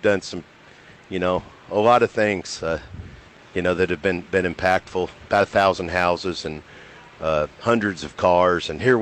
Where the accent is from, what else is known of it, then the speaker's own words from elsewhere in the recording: Texas, United States; Well, originally from East Texas.